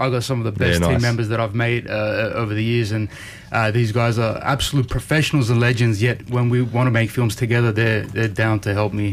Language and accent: English; Ryde, New South Wales, Australia; Yeah, very proud to be Armenian. And I grew up here in Ryde. And actually, you know, from my memories, the Italians and Armenians were like the dominant ethnicities here.